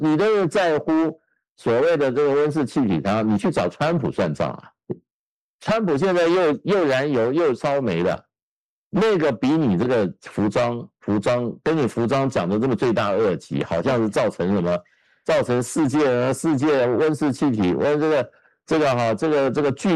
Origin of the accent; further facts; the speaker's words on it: China; moved away; also born or lived in Midwest, United States; 我们中国